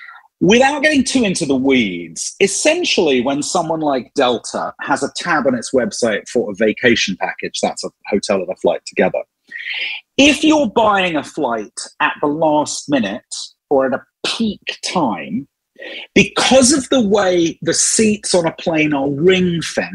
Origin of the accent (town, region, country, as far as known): United Kingdom; born or raised there; moved away as an adult; now in United States